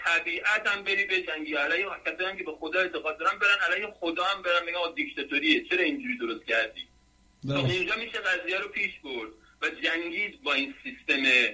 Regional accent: Iran; moved away; ما فرض بکن 15 سال پیش از ایران اومدیم بیرون

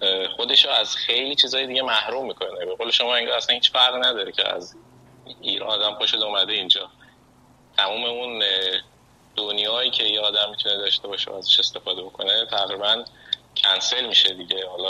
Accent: Turkey; Persian is a second language; بهم گفت کجایی هستی، گفتم ترکیه. باز اونم دقیقاً تا گفتم ترکیه چیز شد.

